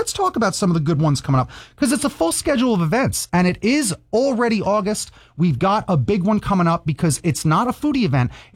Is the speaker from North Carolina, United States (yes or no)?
no; Long Island, New York, United States; I'm from Long Island, where it's got the highest taxes, the highest paid police, the highest paid teachers, the highest bills, the highest everything.